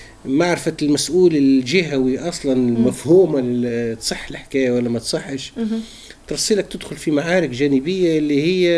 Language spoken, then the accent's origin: Arabic; southern Tunisia, Tunisia; moved away; أنا من الصحراء وننتمي لها لكن بعدت عليها ونرجع لها